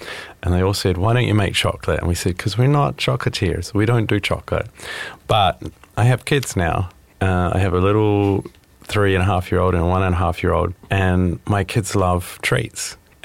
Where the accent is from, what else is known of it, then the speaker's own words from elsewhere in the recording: New Zealand; I say kumara because I'm from New Zealand and that's what we call it.